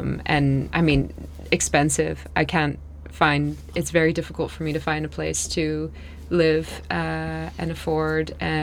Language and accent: English; Amsterdam, North Holland, Netherlands; Yes, I grew up in Amsterdam, and I love the city, but I also think it's changed a lot.